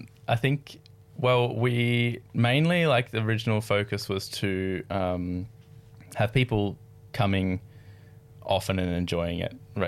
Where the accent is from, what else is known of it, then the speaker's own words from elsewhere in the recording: Piggabeen, New South Wales, Australia; I'm from Piggabeen, which is like on the border. I grew up around there